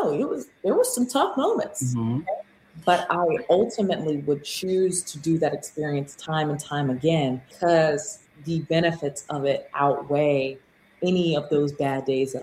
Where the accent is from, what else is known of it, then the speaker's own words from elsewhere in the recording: South Carolina, United States; My older sister had gone to Clemson. I grew up in South Carolina. Like that was my dream school.